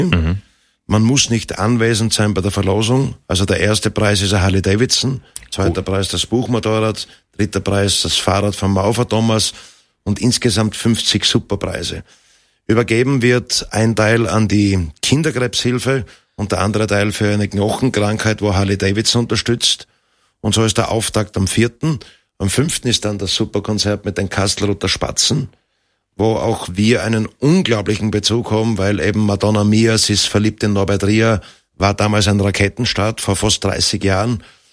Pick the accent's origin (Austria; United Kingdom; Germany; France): Austria; Styria; Und wir kommen ja aus der Region rund um Bad Waltersdorf